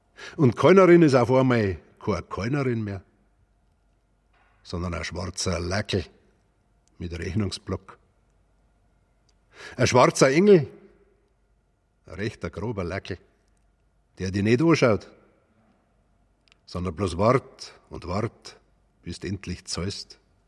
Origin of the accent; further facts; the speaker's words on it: Dachau, Bavaria, Germany; born there; Also Sie sprechen schon Dachau an, das ist eine besondere Herausforderung, es ist mein Geburtsort.